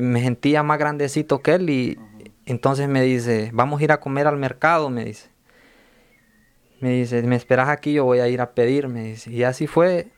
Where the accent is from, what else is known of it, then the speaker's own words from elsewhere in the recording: Santa Bárbara, Honduras; Yo soy de Santa Bárbara, Honduras.